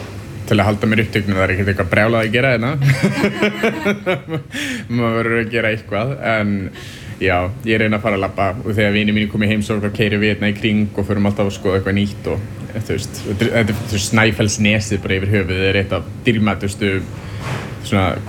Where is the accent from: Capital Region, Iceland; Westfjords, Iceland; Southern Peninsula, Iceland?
Capital Region, Iceland; Reykjavík; Ég er úr Reykjavík sjálfur og hef búið erlendis í mörg ár en ég kem hingað á sumrin til þess að vinna.